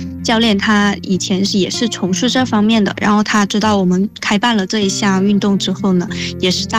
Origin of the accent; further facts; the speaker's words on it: Hainan, China; 我们的家乡都有漂亮的河道